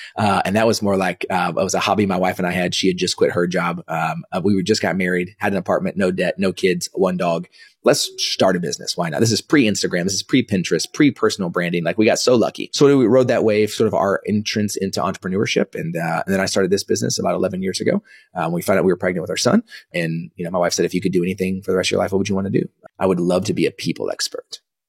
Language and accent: English; Dallas, Texas, United States; born or raised there; also born or lived in Kansas